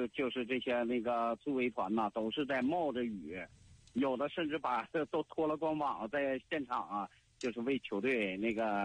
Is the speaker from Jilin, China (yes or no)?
yes; Yanbian, Jilin, China; 我们家乡的这个好客的热度